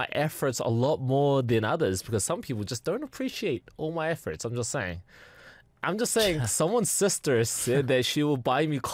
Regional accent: Canada; accent: Canadian; Also, this Canadian accent doesn't help. Nobody likes Canadian

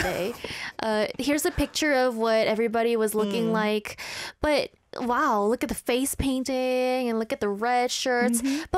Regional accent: Canada; born there; Our family was in Canada. Mm. And I was born in May

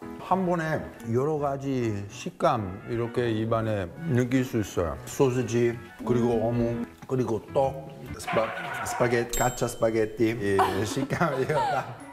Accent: Italy; 헤이 재현님, 저는 이탈리아 사람 있잖아요.

